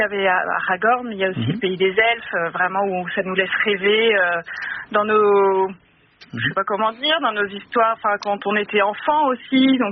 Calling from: Sancerre, Centre-Val de Loire, France; Moi, de Sancerre, centre de la France.

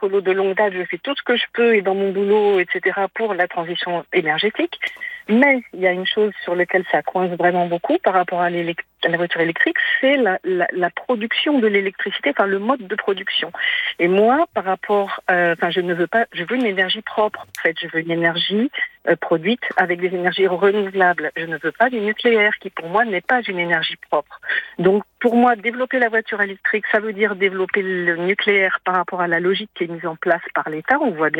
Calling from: Brittany, France; Moi, je vous appelle de Bretagne.

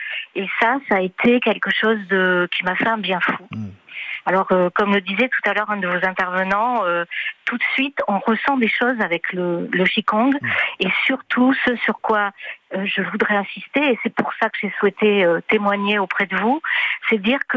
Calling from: Nouvelle-Aquitaine, France; d'un endroit merveilleux, j'appelle depuis le bassin d'Arcachon.

